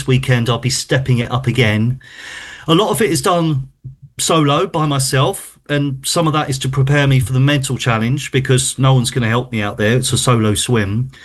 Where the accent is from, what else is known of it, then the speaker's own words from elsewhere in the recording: Whitstable, South East England, United Kingdom; I'm from Whitstable. I look out to sea.